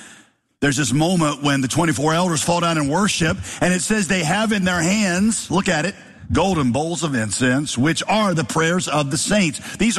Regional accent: Winston-Salem, North Carolina, United States; Now, some of you might know, I grew up in Winston-Salem. That was my home city. The time I was two, went to college, Winston-Salem.

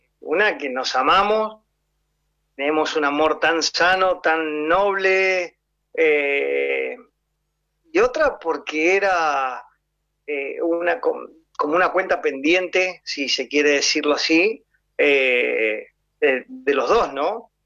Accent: Luján de Cuyo, Mendoza, Argentina; De Mendoza, sí. Los dos somos de Luján de Cuyo.

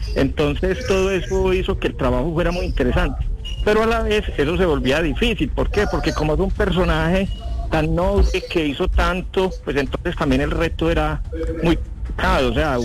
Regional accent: Antioquia, Colombia; yo como medio entre charlando en serio, como somos los paisas

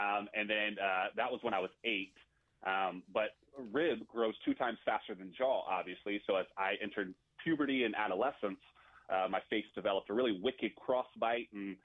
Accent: Raleigh, North Carolina, United States; also born or lived in Brooklyn, New York; now in Eugene, United States; My family's all on the East Coast. They are all in Richmond, Virginia, though we grew up in Raleigh, North Carolina.

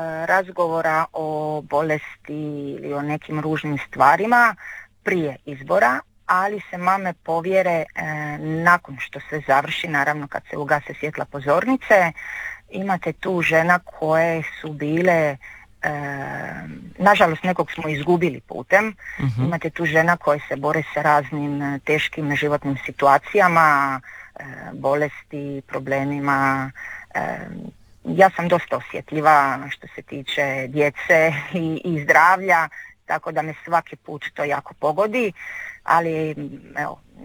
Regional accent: Croatia; now in Italy; naš problem, ne samo kod nas u Hrvatskoj, nego i u, ja to vidim i ovdje u Italiji

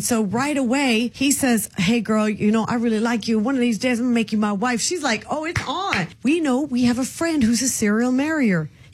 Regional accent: California, United States; I'm actually from California

